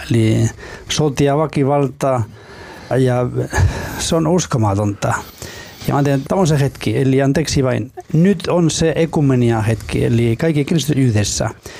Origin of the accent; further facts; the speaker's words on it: Basque Country, Spain; Finnish is a second language; moved away as an adult; now in Finland; olen kotoisin Baskimaasta